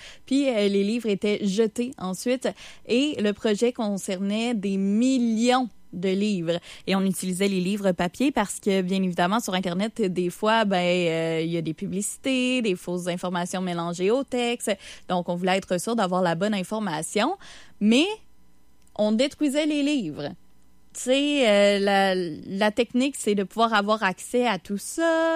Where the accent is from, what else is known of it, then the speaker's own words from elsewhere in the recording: Quebec, Canada; On était là, on voulait acheter des livres qui ont été écrits ici chez nous au Québec.